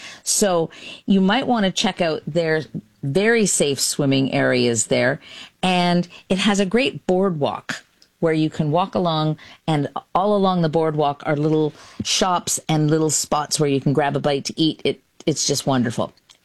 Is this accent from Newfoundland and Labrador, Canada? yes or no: no; Ontario, Canada; Now, I'm a polished granite kind of girl because I grew up in the Thousand Islands, and all the islands there are largely polished granite.